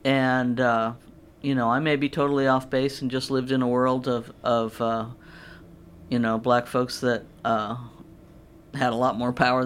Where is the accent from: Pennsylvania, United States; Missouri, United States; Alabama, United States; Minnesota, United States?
Missouri, United States; St. Louis; moved away; I'm from St. Louis